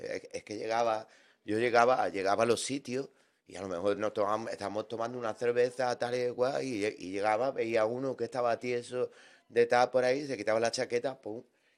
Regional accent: Andalusia, Spain; Nosotros somos andaluces, tío.

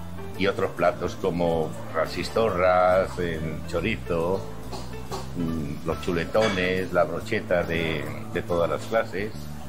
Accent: Madrid, Community of Madrid, Spain; now in Jerez de la Frontera, Spain; Somos de Madrid.

